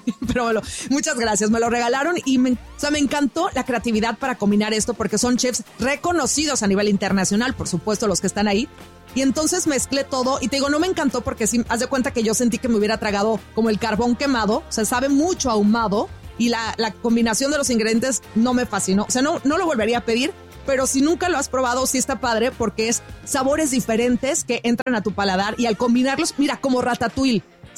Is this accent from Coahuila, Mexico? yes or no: no; Mazatlán, Sinaloa, Mexico; yo que soy sinaloense, mazatlequeto, me supo como a camarón seco.